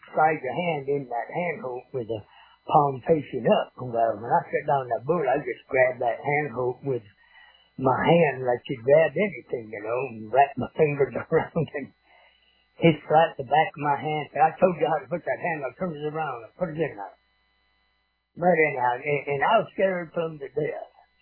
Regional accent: Owosso, Michigan, United States; Born and raised in Michigan. In fact, I got on my first bull up there when I was 15 years old, 1959, and got started in rodeo there in Michigan.

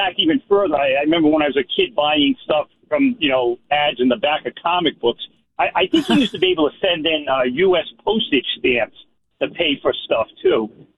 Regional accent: Providence, Rhode Island, United States; now in East Providence, United States; I grew up in the Providence neighborhood, Mann Avenue.

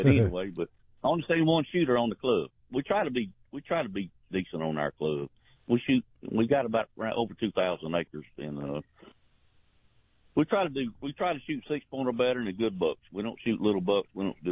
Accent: United States; I grew up in Baldwin County, but I moved to Washington County.

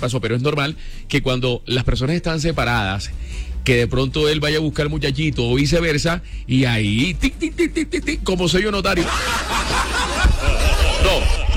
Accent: Barranquilla, Atlántico, Colombia; moved away; Ahí en ese barrio, yo viví 2 años.

